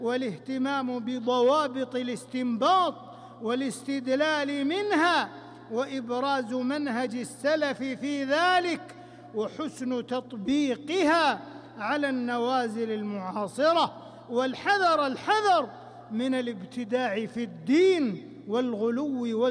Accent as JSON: {"language": "Arabic", "country": "Saudi Arabia", "said": "ونحمد الله تبارك وتعالى أن جعل بلادنا المملكة العربية السعودية للتوحيد دارا وللسنة منارا وقرارا"}